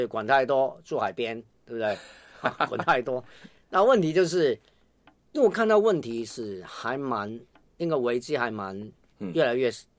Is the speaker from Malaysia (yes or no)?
no; Hong Kong; 我们生活在香港好像还蛮幸福的